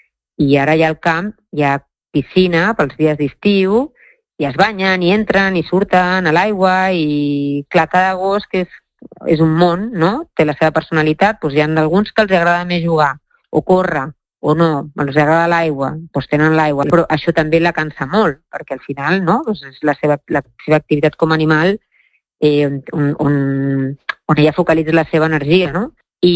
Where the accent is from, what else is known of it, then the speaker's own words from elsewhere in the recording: Barcelona, Catalonia, Spain; Nosaltres som de Barcelona, però estàvem allà per temes familiars